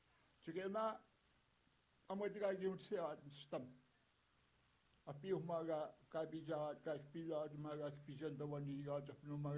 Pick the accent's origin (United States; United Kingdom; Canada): Canada; Garden Hill, Manitoba; I'm from Garden Hill and I'm a counselor and an elder.